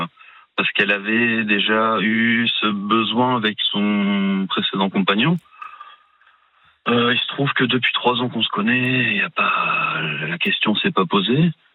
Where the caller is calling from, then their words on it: Cherbourg, Normandy, France; De Cherbourg.